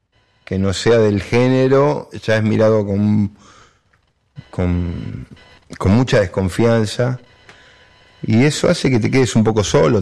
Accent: El Palomar, Buenos Aires Province, Argentina; Yo soy de Palomar y mi viejo tocaba jazz y daba clases. Tampoco, viste, soy del oeste.

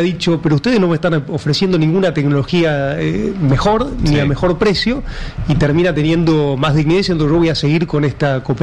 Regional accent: Argentina

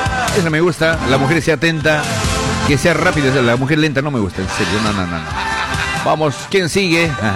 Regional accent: El Alto, La Paz, Bolivia; Yo soy de La Paz, alteño, por si acaso.

